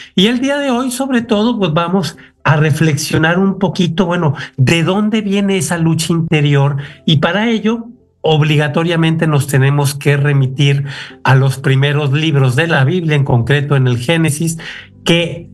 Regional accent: Aguascalientes, Mexico; Mira, yo soy de Aguascalientes, México, y empecé en el seminario hace 40 años.

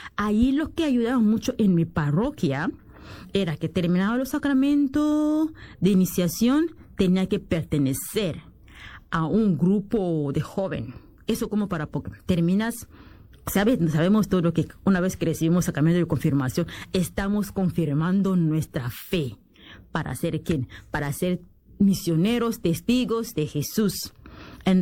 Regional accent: DR Congo; moved away; yo vengo de un pueblo así pequeñito y había mucha necesidad de seguir como atendiendo a las personas. Y en mi país, que es la República Democrática del Congo

